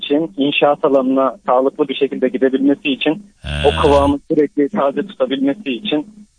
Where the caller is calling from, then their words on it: Konya, Turkey; Konya'dan arıyorum